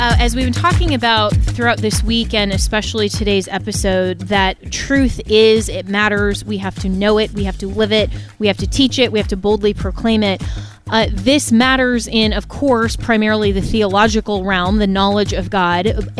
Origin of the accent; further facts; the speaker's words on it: Florida, United States; And I'd love for you to come to my home state of Florida. We should do one here.